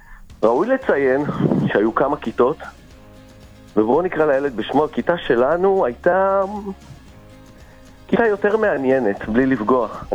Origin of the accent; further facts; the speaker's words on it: Jerusalem District, Israel; אני יליד 81, ואני ממושב בערי ירושלים במקור, ולמדנו בבית ספר אזורי חקלאי.